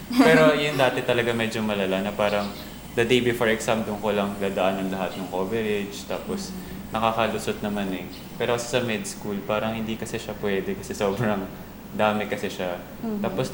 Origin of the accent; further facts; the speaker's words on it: Pasig, Metro Manila, Philippines; Ako, taga Pasig.